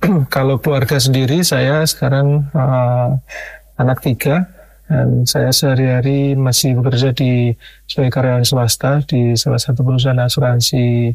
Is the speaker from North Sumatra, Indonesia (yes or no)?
no; Madiun, East Java, Indonesia; also born or lived in Malang / Surabaya / Gresik; Kemudian kalau bapak saya dari Jawa asli. Kemudian saya lahir di kota Madiun di Jawa Timur dan kecil dan besar di kota Madiun. Ya, kami dibesarkan sebagai keluarga Nasrani.